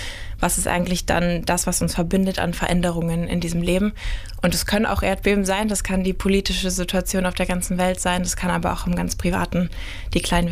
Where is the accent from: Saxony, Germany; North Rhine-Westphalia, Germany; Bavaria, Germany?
Saxony, Germany; Dresden; moved away as an adult; now in Hildesheim, Germany; Ich komme ursprünglich aus Dresden, habe da ganz lange am Konservatorium trainiert und bin dann nach Hildesheim gekommen für Kulturwissenschaften fürs Studium.